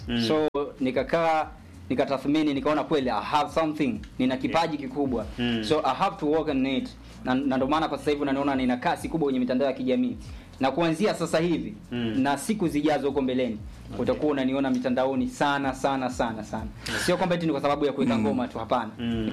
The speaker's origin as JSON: {"language": "Swahili", "town": "Bunda", "region": "Mara", "country": "Tanzania", "said": "Mimi natokea wapi? Natokea Mara. Bunda. Bunda ipo mkoa wa Mara, si ndivyo?"}